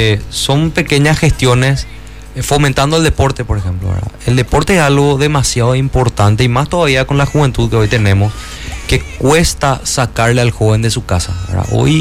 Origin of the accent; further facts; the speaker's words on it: Paraguay; born there; Yo recuerdo que cuando era chico en la Plaza Mariscal López era todo pasto